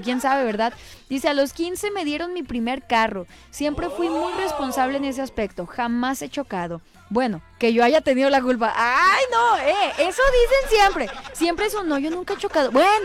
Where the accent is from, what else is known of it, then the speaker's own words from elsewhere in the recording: Mexico; somos mexicanos